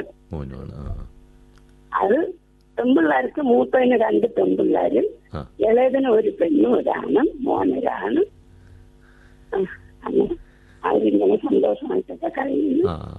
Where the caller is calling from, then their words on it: Mynagappally, Kerala, India; Kollam Mainappally.